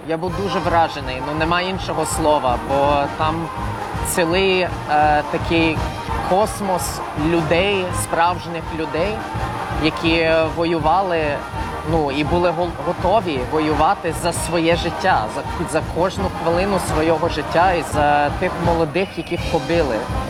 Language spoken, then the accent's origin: Ukrainian; Canada; born there; Ukrainian is a second language; also born or lived in Lviv; я жив в Львові декілька років, але я взагалі народився в Канаді.